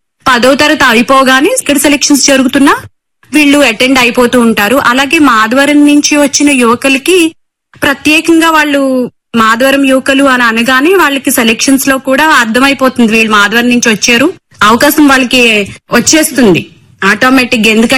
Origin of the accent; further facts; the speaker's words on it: Madhavaram, Andhra Pradesh, India; మా గ్రామంలో చదువుకునే అప్పటి నుంచి కూడా మాకు స్వచ్ఛ భారత్ మీద అవగాహన ఉంటుందండి. నేను కూడా మా ఊర్లో చదువుకోవడంతో